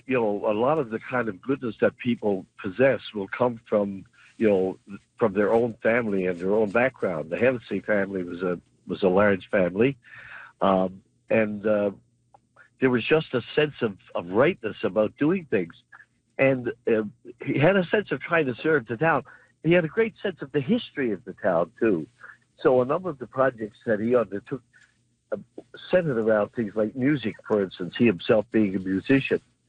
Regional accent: Grand Falls-Windsor, Newfoundland and Labrador, Canada; Well, actually, we grew up in Grand Falls, now Grand Falls, Windsor, together.

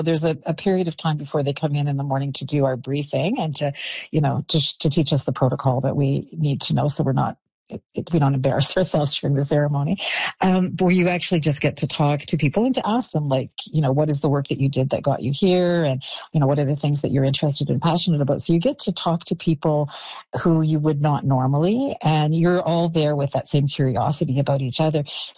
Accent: Canada; I've always been a very proud Canadian, and I've had the opportunity to travel around the world, and I'm always proud of the country that I, you know, that I come from.

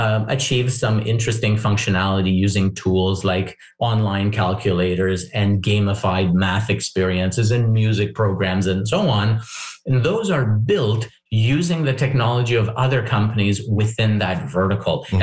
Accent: Canada; it's our right as Canadian parents to ask these questions.

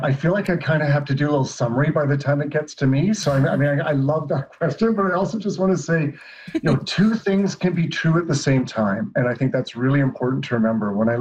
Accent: Canada; right now, I feel a bit more in an upswing as a Canadian.

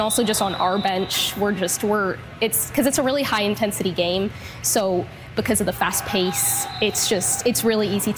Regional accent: Egypt; I'm originally from Egypt, and handball's like a much bigger thing back there.

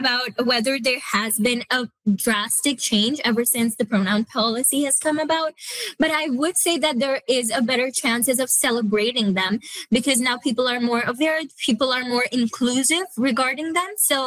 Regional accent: Saskatoon, Saskatchewan, Canada; I'm from Saskatoon, so I come from a large public school from a city.

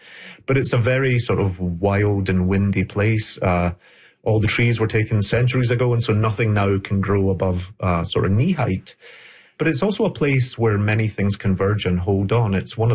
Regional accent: Scotland, United Kingdom; a child growing up in Scotland where he's facing a lot of shame and, you know, there is poverty and addiction and sexuality issues. And I think so much of it was drawn from my own childhood.

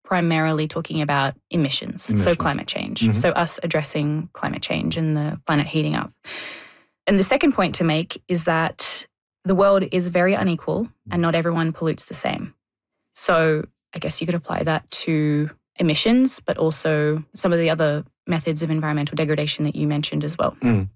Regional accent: Australia; Also, I don't like spiders and I grew up in Australia, so I had plenty of exposure therapy.

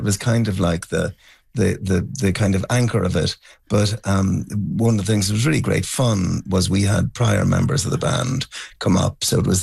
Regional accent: Ulster, Ireland; I chatted to the owner of the pub, who was from County Cavan, which is where I grew up in Ireland.

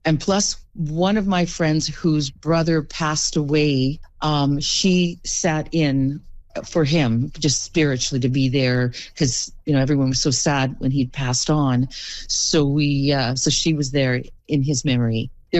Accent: Yellowknife, Northwest Territories, Canada; born or raised there; moved away as an adult; now in Chilliwack, Canada

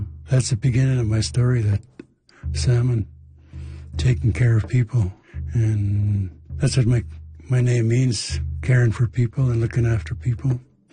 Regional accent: Red Pheasant, Saskatchewan, Canada; I'm Nehio, Plains Cree and Blackfoot, Plains Cree on my mother's side. I grew up on the Red Pheasa

